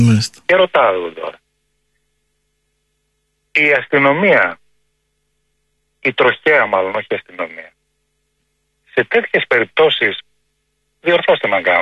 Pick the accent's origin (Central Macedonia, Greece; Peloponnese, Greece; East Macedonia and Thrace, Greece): Central Macedonia, Greece; Thessaloniki; Εγώ είμαι από τη Θεσσαλονίκη, γύρω στις 3:40 χθες το βράδυ